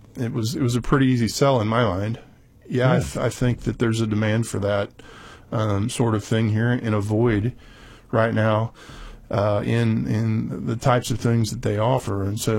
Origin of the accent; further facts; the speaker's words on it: Arizona, United States; because I'm from Arizona, you're there, you know.